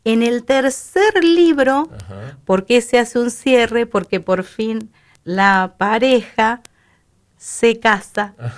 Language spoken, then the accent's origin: Spanish; Santa Fe, Argentina; moved away as an adult; also born or lived in Río Gallegos / Gobernador Gregores; Yo siempre vengo de Santa Fe